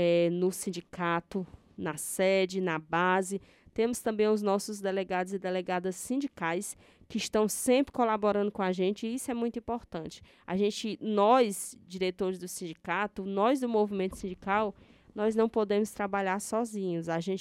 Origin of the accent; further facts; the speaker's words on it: Northeast Region, Brazil; nós que somos nordestinos, que é o povo mais festivo